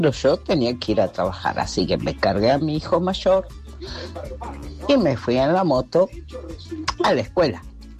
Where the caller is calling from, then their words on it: La Plata, Buenos Aires Province, Argentina; desde La Plata.